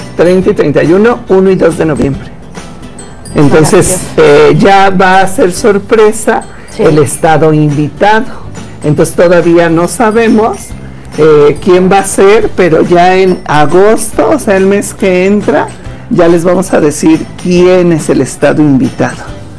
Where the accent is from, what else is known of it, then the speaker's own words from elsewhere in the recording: Mexico; para nosotros es muy común la tradición de las Catrinas, de la muerte, para nosotros como mexicanos.